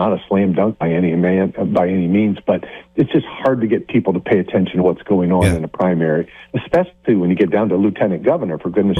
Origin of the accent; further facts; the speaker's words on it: Ohio, United States; now in New Hampshire, United States; I'm from Ohio.